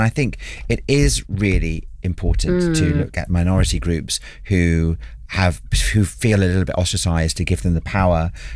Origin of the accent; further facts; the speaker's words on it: London, United Kingdom; I'm a Londoner